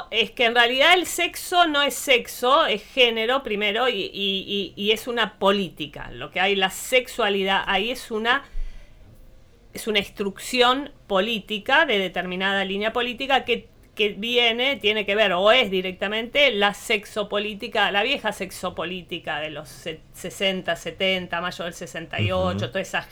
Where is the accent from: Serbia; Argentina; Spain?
Argentina; Luján, Buenos Aires Province; moved away; yo vengo del conurbano bonaerense, prácticamente vengo del AMBA, de Luján, y que no es tan conurbano